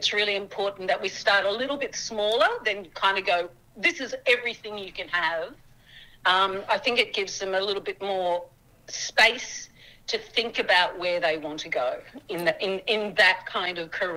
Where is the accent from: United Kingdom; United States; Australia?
Australia; Murwillumbah, New South Wales; now in Sydney, Australia; I'm Cubby Cubby, but that's southeast Queensland. But I grew up in Mwilumbah, so I grew up on Bundjalung Minjimbul country. Wow. I've lived in Sydney for almost 40 years now